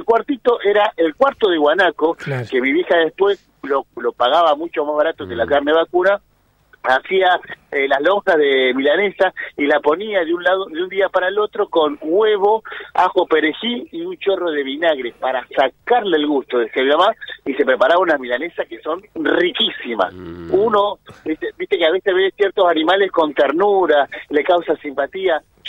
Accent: Sierra Grande, Río Negro, Argentina; born there; moved away; yo soy de Sierra Grande, digamos, mi Sierra Grande querida, siempre presente

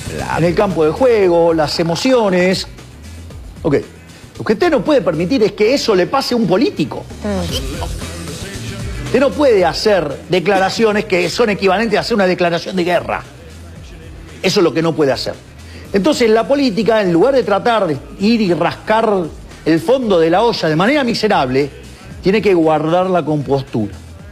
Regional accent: Argentina

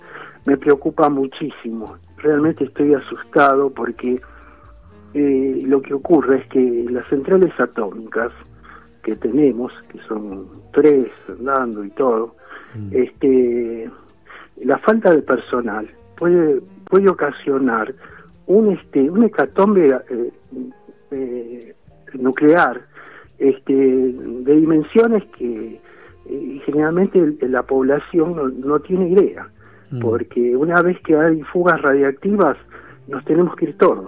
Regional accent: Ciudadela, Buenos Aires Province, Argentina; Del oeste de Ciudadela.

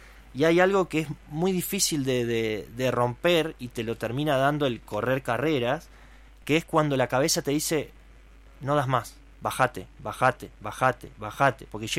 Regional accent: Valle María, Entre Ríos, Argentina; en Valle María somos 4.500 personas. No somos tanto.

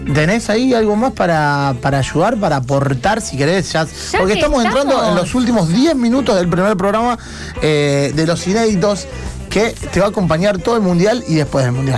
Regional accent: Argentina; Hoy juega nuestro país.

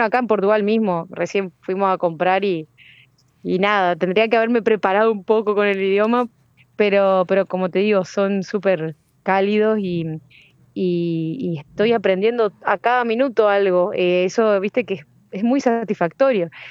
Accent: Entre Ríos, Argentina; Nosotros estamos parando con la delegación de Entre Ríos, porque somos todos entrerrianos, de Federal y de Sauce de Luna. También hay bailarinas de mi pueblo

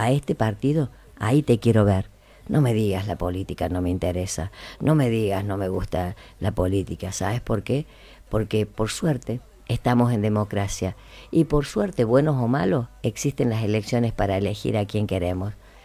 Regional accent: Argentina; Nosotros somos argentinos, debemos seguir siendo argentinos

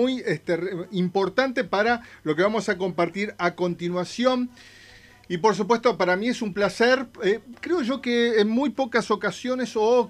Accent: Misiones, Argentina; Yo que soy de Misiones

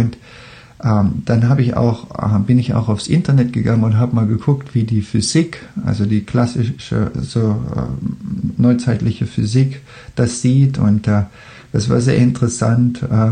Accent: Germany; now in Australia; dass ich komme aus Deutschland, lebe aber in Australien. Und ich lebe jetzt schon länger in Australien, als ich in Deutschland gelebt habe.

